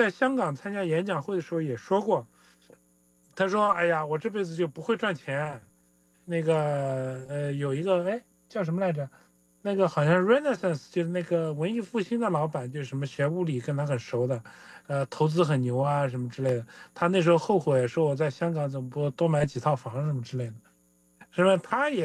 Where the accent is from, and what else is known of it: China